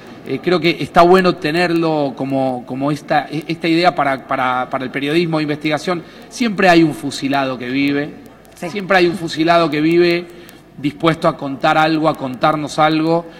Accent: Argentina

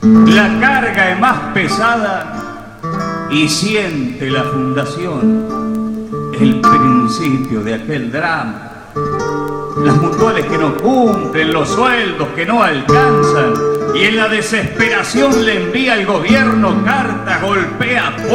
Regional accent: Argentina; Perdón, como argentino me avergüenza y me da rabia, porque lo abandonamos cuando más nos precisaba. Y gracias por lo que fue y lo que hizo por mi patria

